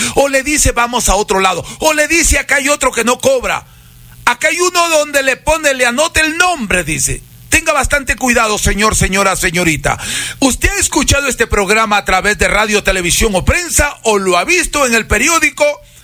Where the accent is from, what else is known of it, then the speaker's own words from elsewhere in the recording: Riobamba, Chimborazo, Ecuador; Y nosotros somos de Riobamba, querido hermanito de mi vida.